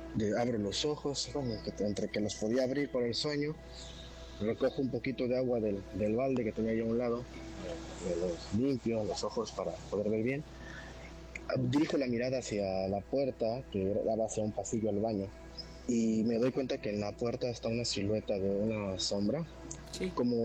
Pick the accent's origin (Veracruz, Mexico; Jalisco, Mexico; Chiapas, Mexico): Veracruz, Mexico; soy de Veracruz.